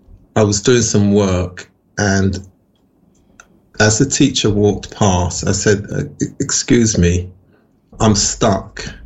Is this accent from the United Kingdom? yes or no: yes; England, United Kingdom; we were born in England and it's our parents who were born abroad.